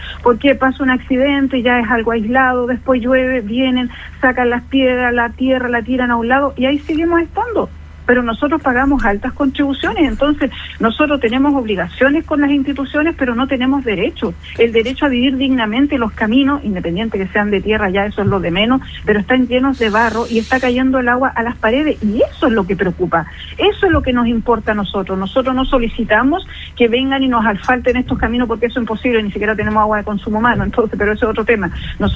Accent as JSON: {"language": "Spanish", "country": "Chile", "said": "en este país, en mi país"}